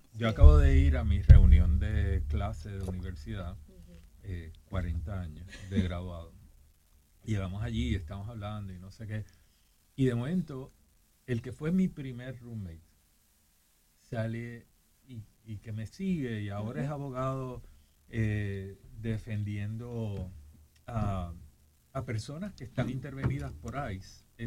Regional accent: San Juan, Puerto Rico; Pero de Atorrey, de Floral Park.

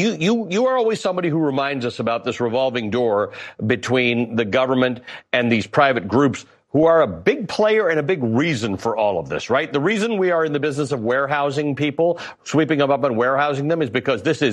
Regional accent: Canada; No, I mean, I grew up in Canada.

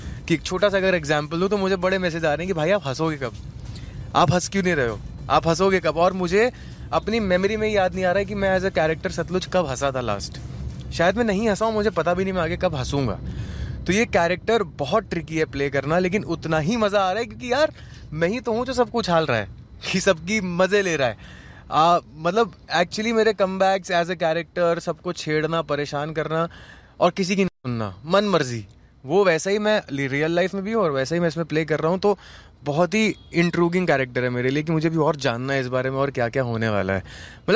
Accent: Kanpur, Uttar Pradesh, India; moved away as an adult; also born or lived in Delhi; now in Mumbai, India; मैं कानपुर से हूँ, वहीं पला बड़ा हूँ, वहीं पे स्कूलिंग और कॉलेज भी मैंने वहीं पे किया था, क्योंकि मैं एक्टिंग स्कूल के लिए बाद में बाहर आया था दिल्ली, पर बॉम्बे में अभी 3.5-4 साल पहले ही आया हूँ।

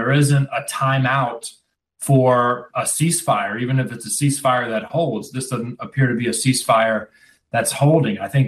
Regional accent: Virginia, United States; Well, look, I come from the Commonwealth of Virginia

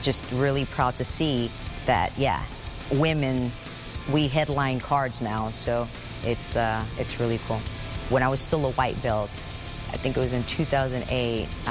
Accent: Houston, Texas, United States; I grew up here in Houston, Texas. I was the only girl. Grew up the youngest of two, with two older brothers

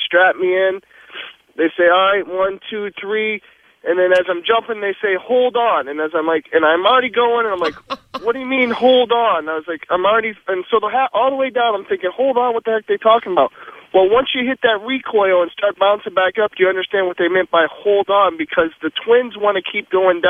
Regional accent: Michigan, United States; from Michigan.

